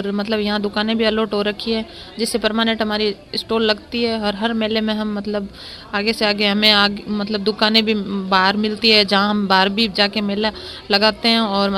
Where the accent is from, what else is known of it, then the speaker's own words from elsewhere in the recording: Sinthal, Rajasthan, India; और मेरा गांव है सिंथल, बीकानेर ब्लॉक